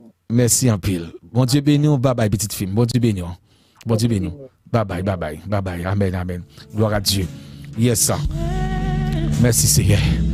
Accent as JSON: {"language": "French", "country": "Haiti", "said": "ça, on est haïtien, même pop haïtien, comme des Chili. Pendant que je suis Chili"}